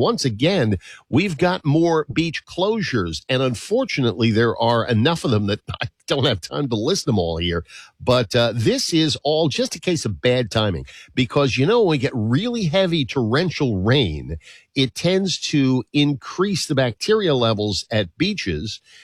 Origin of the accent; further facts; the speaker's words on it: Philadelphia, Pennsylvania, United States; now in New England, United States; You wouldn't know that because I grew up in Philadelphia. But since I've been in New England the last 40 years or so, I'll admit I've become a fan of Horseneck.